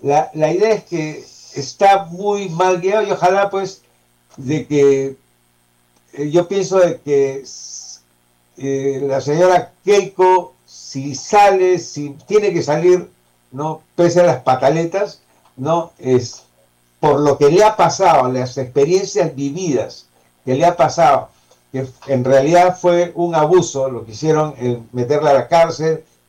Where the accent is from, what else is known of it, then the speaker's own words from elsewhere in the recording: Peru; como personas, como peruanos